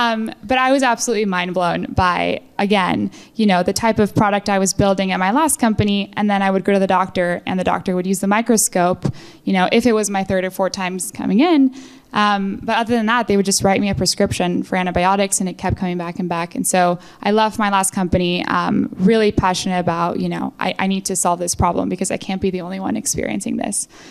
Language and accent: English; Mexico; moved away; I grew up in Mexico.